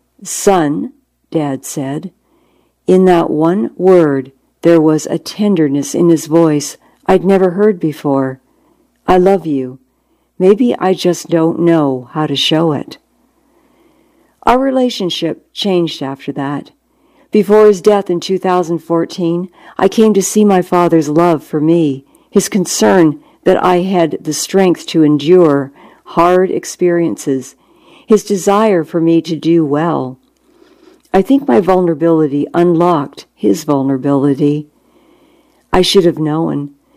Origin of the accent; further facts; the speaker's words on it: Toronto, Ontario, Canada; born there; I was born in St. Michael's Hospital in Toronto in 1951.